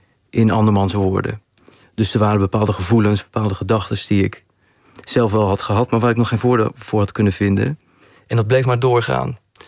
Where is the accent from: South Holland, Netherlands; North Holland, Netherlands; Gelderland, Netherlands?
Gelderland, Netherlands; Harderwijk; Want waar ik vandaan kwam, bestonden bepaalde woorden voor bepaalde zaken niet.